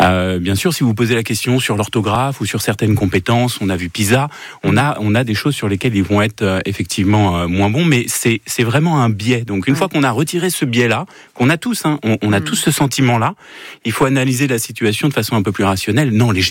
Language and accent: French; France; Ah mais moi, je suis un Français